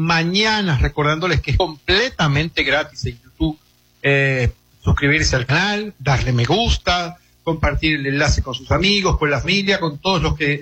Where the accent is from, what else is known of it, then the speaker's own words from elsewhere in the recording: Amazonas, Venezuela; los que somos del estado de Amazonas